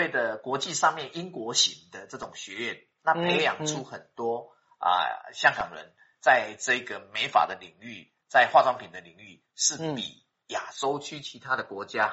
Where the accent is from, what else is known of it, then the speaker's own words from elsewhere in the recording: Taiwan; 这个就是这个好像我们台湾话讲说，这个兄弟啊